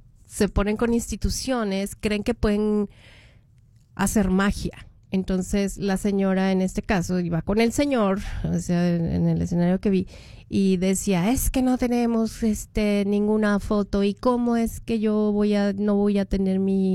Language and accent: Spanish; Mexico; moved away; soy mexicana en el exterior